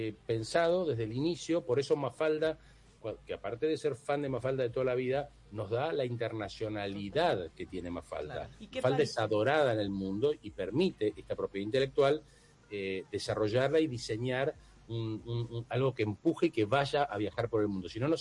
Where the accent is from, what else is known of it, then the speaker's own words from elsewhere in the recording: Villa Crespo, Buenos Aires, Argentina; Soy chino, pero soy ruso de Villacrespo, soy más chino que ruso.